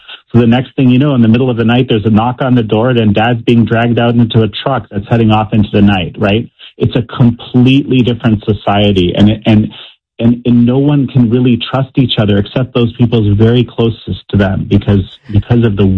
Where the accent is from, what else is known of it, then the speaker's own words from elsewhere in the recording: Canada; I grew up in Canada, of all places, in the 80s, right? In the 70s and 80s. This is one of the freest societies that ever existed.